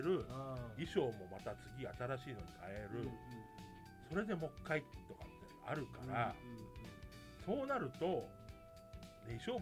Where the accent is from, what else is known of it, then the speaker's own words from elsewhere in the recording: Kansai, Japan; accent: Kansai dialect; たまにそれこそ関西弁が出ちゃって